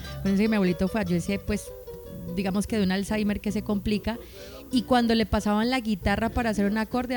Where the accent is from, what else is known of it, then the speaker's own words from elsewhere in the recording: Colombia; Soy colombiano.